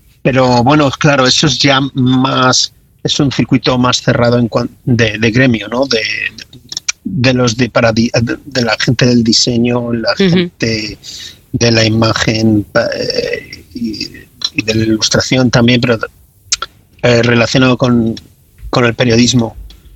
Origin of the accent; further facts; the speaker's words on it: Valladolid, Castile and León, Spain; yo soy de Valladolid, me he criado en Valladolid, he vivido prácticamente toda la vida en Valladolid, he estudiado en la Escuela de Arte de Valladolid